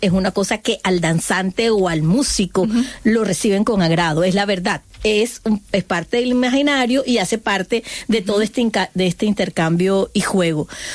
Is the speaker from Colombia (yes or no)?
yes; Barranquilla, Atlántico, Colombia; A ver, los barranquilleros nos damos el lujo de nacer en cualquier lugar del mundo, así que nada más es pisar Barranquilla